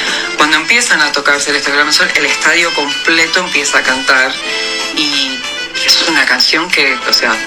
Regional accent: Montevideo, Uruguay; moved away; also born or lived in Treinta y Tres, Uruguay; Era una bebita cuando ya regresamos a Montevideo. Me crié en Pocitos, en Cavia y Libertad, con mis abuelos, que en paz descanse, que ya fallecieron. Y después de ahí viví en El Cordón. Bien. Y en Malvin también.

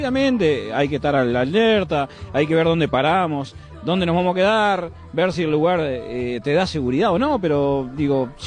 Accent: Montevideo, Uruguay; also born or lived in Durazno; Yo nací en Durazno, pero me crié en Montevideo.

